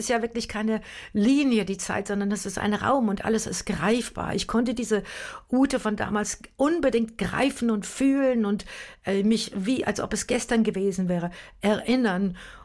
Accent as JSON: {"language": "German", "town": "Münster", "region": "North Rhine-Westphalia", "country": "Germany", "tie": "born or raised there", "said": "Und wir waren in diesem Theater in Münster, meiner Heimatstadt"}